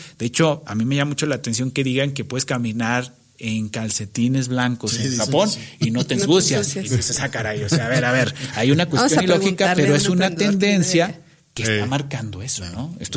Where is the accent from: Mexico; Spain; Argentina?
Mexico